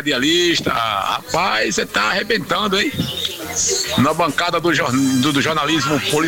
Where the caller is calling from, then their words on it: Neópolis, Sergipe, Brazil; Eu sou sergipano, né? Neapolitano.